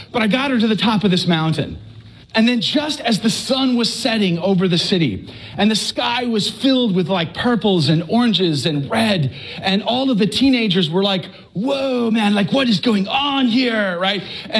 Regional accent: Texas, United States; I'm from Texas. It comes deshelled and in butter, you know?

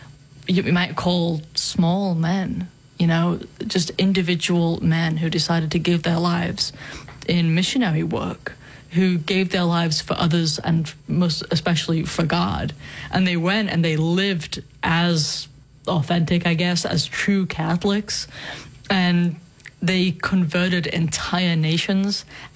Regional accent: England, United Kingdom; moved away; obviously I'm from England

